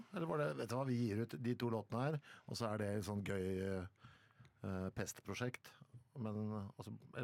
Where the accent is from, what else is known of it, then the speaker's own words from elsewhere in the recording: Oslo, Norway; born there; jeg født I basically Oslo sentrum